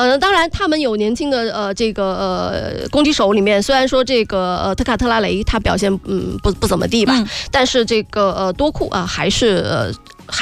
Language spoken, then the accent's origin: Chinese; China